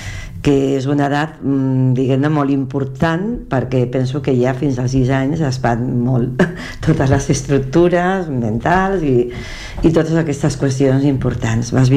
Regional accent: Aldeanueva del Camino, Extremadura, Spain; born there; moved away; el meu poble es diu Aldea Nueva del Camino i està a la vall de l'Ambrot, que la gent coneix perquè és la vall paral·lela a la vall del Jerte, molt conegut, una vall molt coneguda

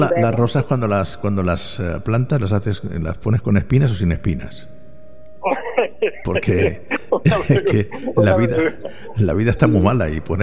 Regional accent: Region of Murcia, Spain; also born or lived in Barcelona; now in Vigo, Spain; Yo soy de Murcia.

